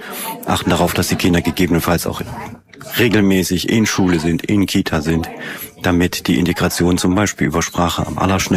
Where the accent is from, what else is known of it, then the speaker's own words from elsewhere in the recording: Saalfeld, Thuringia, Germany; ich komme aus Saalfeld